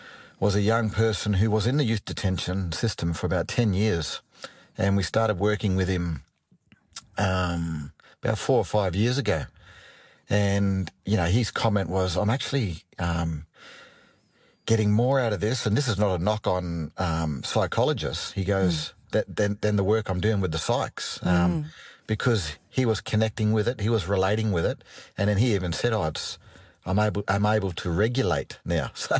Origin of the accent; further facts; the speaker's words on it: Darwin, Northern Territory, Australia; moved away; also born or lived in Sydney; But it was tough because I'm from Darwin, like you said. You know, all my friends played AFL.